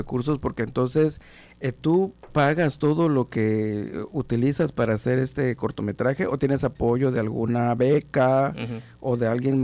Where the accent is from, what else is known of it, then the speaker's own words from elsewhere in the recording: Tenosique, Tabasco, Mexico; yo soy de Tenosique.